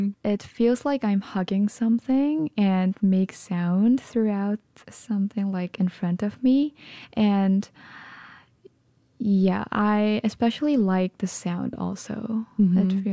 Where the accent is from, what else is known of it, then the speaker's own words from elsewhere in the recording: South Korea; moved away as an adult; I grew up in Korea for like 20 years